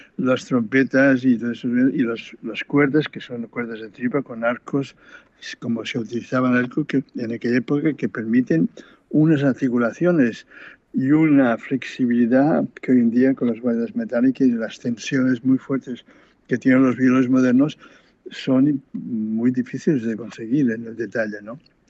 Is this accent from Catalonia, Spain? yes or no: yes; Catalonia, Spain